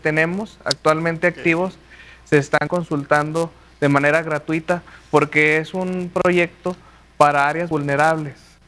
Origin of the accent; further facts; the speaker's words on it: Cuencamé, Durango, Mexico; yo soy originario del municipio de Cuencamé